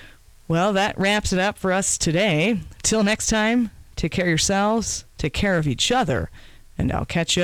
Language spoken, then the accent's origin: English; San Antonio, Texas, United States; my hometown of San Antonio, Texas.